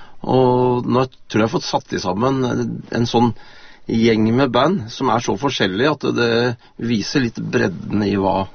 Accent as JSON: {"language": "Norwegian", "town": "Mjøndalen", "region": "Buskerud", "country": "Norway", "said": "Vi er fra Mjøndalen"}